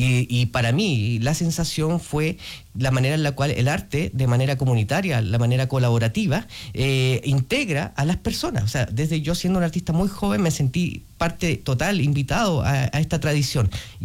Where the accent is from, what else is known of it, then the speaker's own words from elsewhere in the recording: Coyhaique, Aysén, Chile; yo soy artista regional coyhaiquino y crecí viendo Juego en el Arte